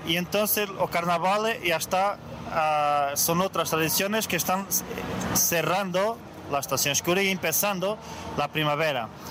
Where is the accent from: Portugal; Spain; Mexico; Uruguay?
Portugal; Vinhais, Norte; born there; Spanish is a second language; Mi pueblo es de Ouzilhão, que es una freguesía de Vinhais. Vinhais es allí a 30 minutos de Bragança, es cercanita. Mi pueblo tiene tradiciones milenares.